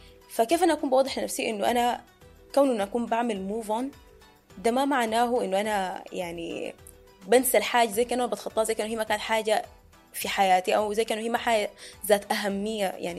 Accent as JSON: {"language": "Arabic", "country": "Sudan", "said": "دي بجد اصعب حاجة ممكن نكون بنمر بها احنا كسودانيين"}